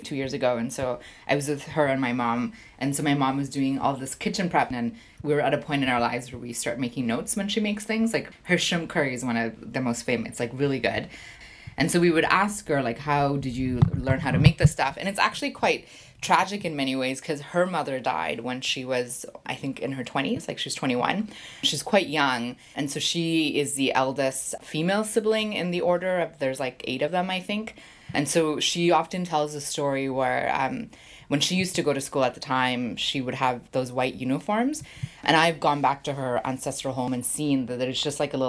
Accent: Canada; born or raised there

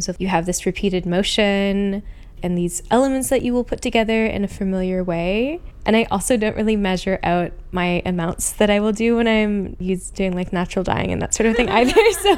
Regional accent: London, Ontario, Canada; I grew up in London, Ontario. My dad grew up there, but my mom and her family also moved to London straight away when they immigrated to Canada.

